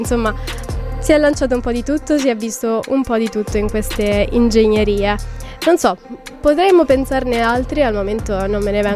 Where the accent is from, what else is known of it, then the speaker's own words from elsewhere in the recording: Rome, Lazio, Italy; sono di Roma